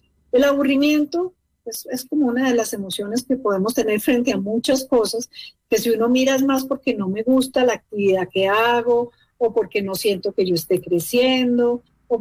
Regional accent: Manizales, Caldas, Colombia; Yo soy de Manizales, entonces las familias grandes eran grandísimas.

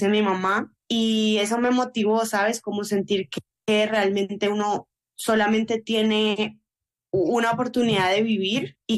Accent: Colombia; moved away as an adult; also born or lived in Florida; Pero bueno, yo me fui de Colombia... Mi mamá me apoyó mucho

